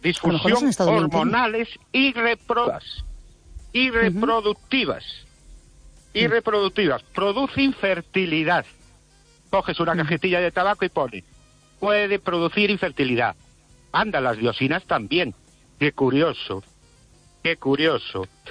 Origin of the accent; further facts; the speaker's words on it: Ourense, Galicia, Spain; de Orense. Buenas noches.